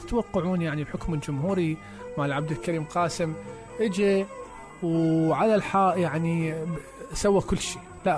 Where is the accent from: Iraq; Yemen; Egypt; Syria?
Iraq